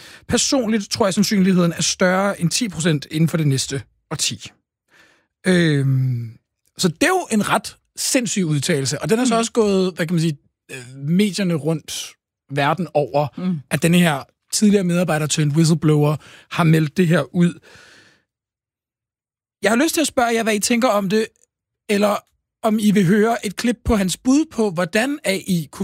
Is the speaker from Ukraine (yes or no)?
no; Stockholm, Stockholm County, Sweden; Jeg er vokset op i Stockholm.